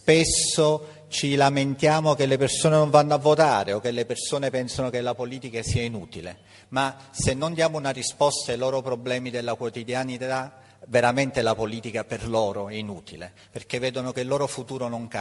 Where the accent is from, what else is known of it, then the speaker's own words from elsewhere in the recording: Naples, Campania, Italy; Io da napoletano sono scaramantico